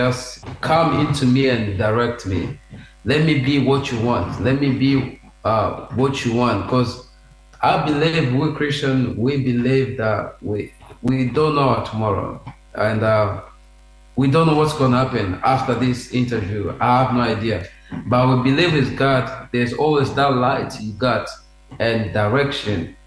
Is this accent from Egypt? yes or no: no; DR Congo; first language Swahili; English is a second language; now in Brisbane, Australia; I grew up in Congo